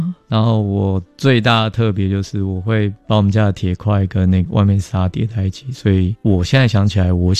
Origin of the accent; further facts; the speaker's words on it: Taiwan; born there; 我们家工厂就是台湾那个时候的年代，外面都是工地然后呢我们小时候就在工厂工作嘛，当童工